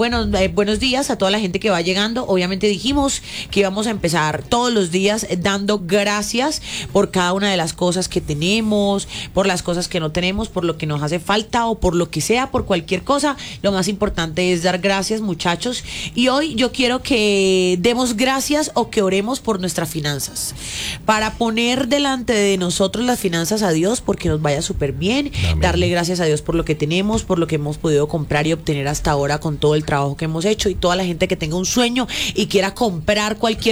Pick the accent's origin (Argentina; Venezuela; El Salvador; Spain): Venezuela; soy venezolano y lo único que no quiero es ver a los chavistas ahí por ahora.